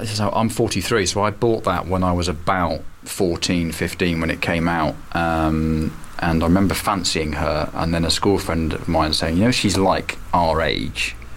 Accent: Bristol, South West England, United Kingdom; I actually know … funnily, because I'm from Bristol, and I grew up well, I had my late teens when they were coming through, and I used to go and see them and stuff.

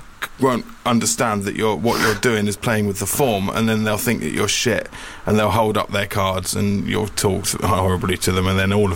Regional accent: Cambridge, East of England, United Kingdom; we were in my hometown of Cambridge

